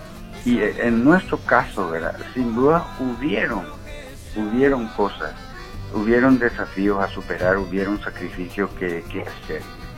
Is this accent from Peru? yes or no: no; Paraguay; nos apoyemos como paraguayos